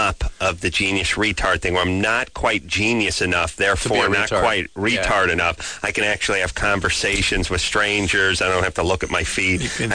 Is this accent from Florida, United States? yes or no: no; the San Fernando Valley, California, United States; I grew up in the Valley.